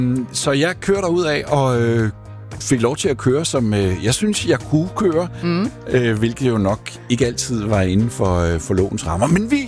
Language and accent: Danish; Jutland, Denmark; Jeg kommer jo fra Jylland.